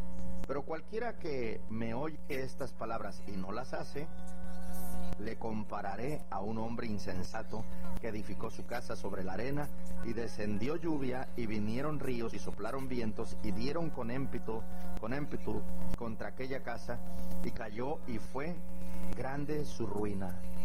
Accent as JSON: {"language": "Spanish", "region": "Morelos", "country": "Mexico", "moved": "yes", "lives_now": "Los Angeles, United States", "said": "Aquí tienen un hermano de Morelos"}